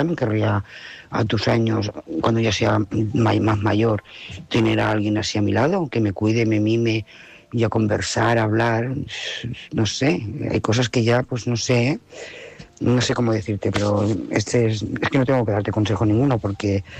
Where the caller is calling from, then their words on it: Lloret de Mar, Catalonia, Spain; Lloret de Mar